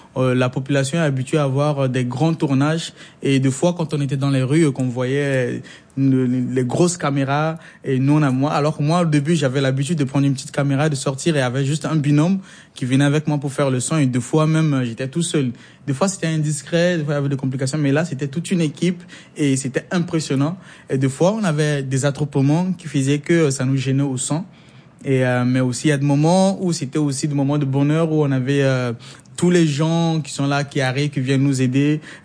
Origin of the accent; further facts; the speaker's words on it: Central African Republic; C'est en Centrafrique que j'ai grandi, c'est en Centrafrique que j'ai mes amis, c'est là que j'ai fait mes études.